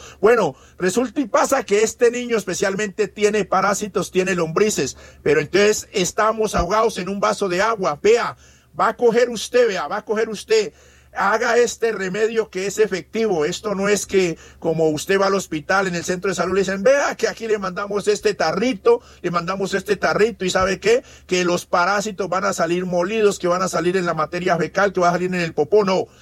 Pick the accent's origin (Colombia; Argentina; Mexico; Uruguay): Colombia; Putumayo; No, señor, yo soy el mismo directamente, indio del Putumayo